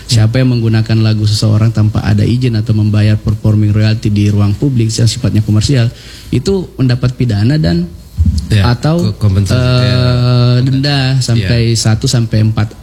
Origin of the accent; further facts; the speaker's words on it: Makassar, South Sulawesi, Indonesia; kalau kita dulu mau keluar daerah dari saya dari Makassar mau ke ada event di Jawa atau mau keluar negeri